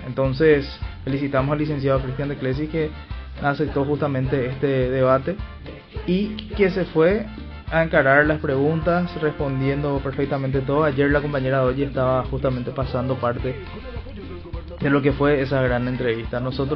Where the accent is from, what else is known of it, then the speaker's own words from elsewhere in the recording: Paraguay; Entonces es una fecha muy importante para nosotros como paraguayos.